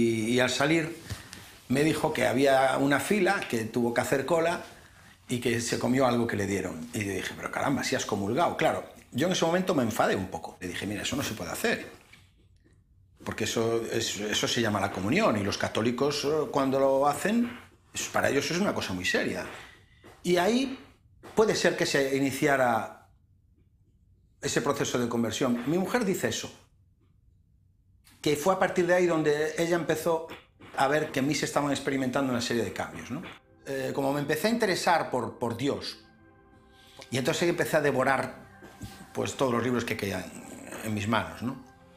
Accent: Galicia, Spain; born there; moved away as an adult; also born or lived in Africa; now in Ceuta, Spain; nací en Galicia.

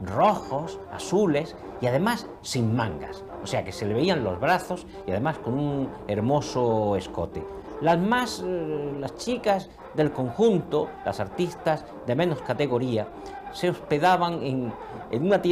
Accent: Loja, Andalusia, Spain; de los que llegaban a Loja, que es mi pueblo. Pues yo toda mi infancia la pasé en Loja.

